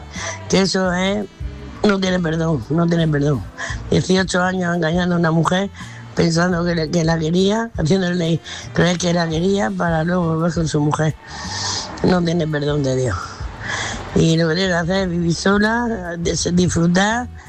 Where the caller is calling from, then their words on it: Murcia, Region of Murcia, Spain; de Murcia.